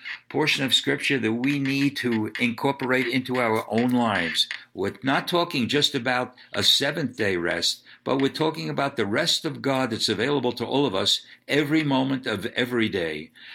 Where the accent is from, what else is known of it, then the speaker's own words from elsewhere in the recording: Brooklyn, New York, United States; growing up in Brooklyn, New York, you didn't see too many horse-drawn, what can I say, carriages or markets.